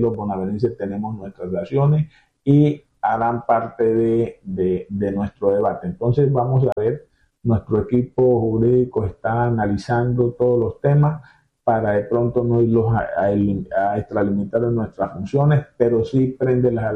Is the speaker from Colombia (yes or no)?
yes; Buenaventura, Valle del Cauca, Colombia; nosotros como pueblo bonaerense